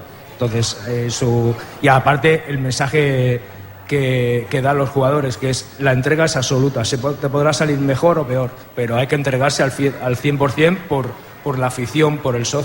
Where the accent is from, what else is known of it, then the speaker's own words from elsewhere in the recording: Catalonia, Spain; yo soy de la COPE de toda la vida.